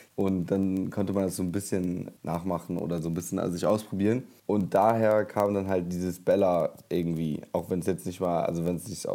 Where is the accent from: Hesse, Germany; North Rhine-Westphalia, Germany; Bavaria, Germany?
North Rhine-Westphalia, Germany; Ich bin aus dem Ruhrgebiet in NRW.